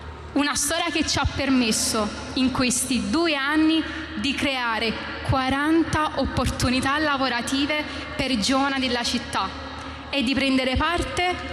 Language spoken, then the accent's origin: Italian; Naples, Campania, Italy; Io sono nata e cresciuta a Rione Sanità di Napoli